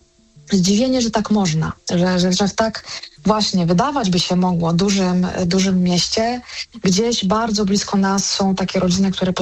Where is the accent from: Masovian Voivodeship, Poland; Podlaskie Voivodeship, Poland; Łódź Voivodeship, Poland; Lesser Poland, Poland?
Lesser Poland, Poland; Kraków; ja jestem z Krakowa i mogłoby się wydawać, że Kraków to jest takie z pewnością jedno z zamożniejszych miast.